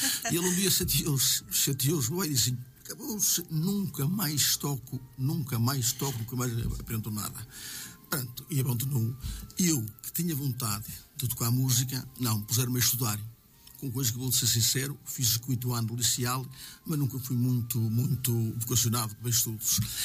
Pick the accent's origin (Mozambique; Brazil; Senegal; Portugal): Portugal; Eu sou de uma família de músicos. Portanto, eu respiro música. Eu sou de Fariamundo, tenho 67 anos, como disse.